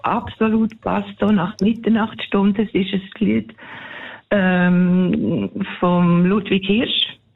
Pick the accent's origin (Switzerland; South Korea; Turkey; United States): Switzerland; Bern; Ich bin Bernerin.